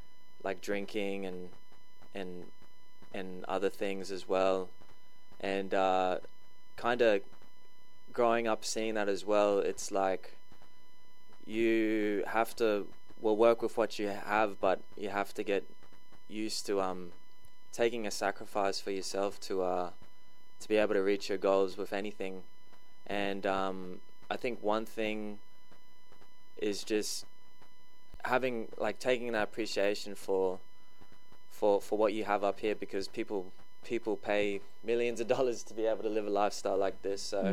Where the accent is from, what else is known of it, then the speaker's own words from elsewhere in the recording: Brisbane, Queensland, Australia; moved away as an adult; now in Thursday Island, Australia; yeah, I was born here in the Torres Straits and on Thursday Island, and I grew up a lot in Brisbane, but I would always maintain connection back up here and flying like every school holidays, and then I decided to move back properly 2 years ago